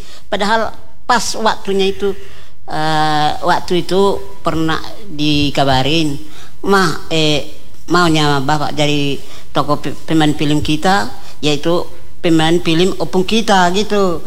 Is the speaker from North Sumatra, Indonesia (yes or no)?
yes; Lintongnihuta, North Sumatra, Indonesia; born there; Kalau kita lahirnya di Lintong Nihuta pada tahun 1971.